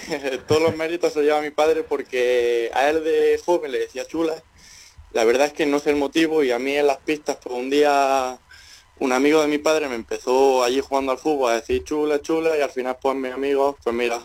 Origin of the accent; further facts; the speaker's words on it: Cazorla, Andalusia, Spain; yo soy de aquí del pueblo, soy de Cazorla